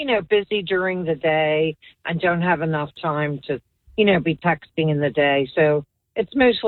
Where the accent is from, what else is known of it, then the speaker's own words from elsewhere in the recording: Philadelphia, Pennsylvania, United States; moved away as an adult; now in Bucks County, Pennsylvania, United States; we actually grew up on the same street in Philadelphia. And I was born in November of 54